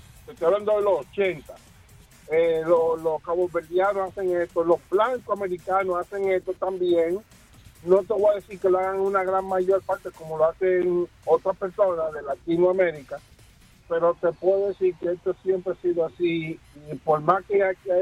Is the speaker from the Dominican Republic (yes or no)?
yes; Dominican Republic; now in United States; somos dominicanos